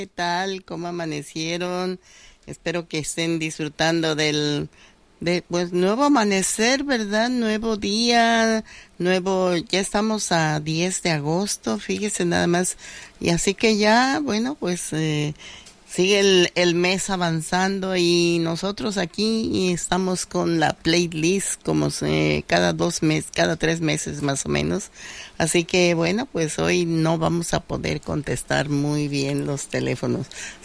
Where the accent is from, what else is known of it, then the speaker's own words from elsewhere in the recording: Jalisco, Mexico; porque soy de Jalisco, ¿verdad?